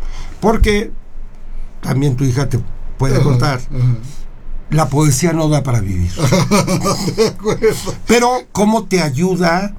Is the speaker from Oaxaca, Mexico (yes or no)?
no; Huauchinango, Puebla, Mexico; also born or lived in Mexico City; Conocí a una chica en Huauchinango, que es mi patria chica, okay. Yo iba de pronto a ver a mi abuela y conocí a esta chica y me enamoré. Uh-huh. Y me fui a vivir a Huauchinango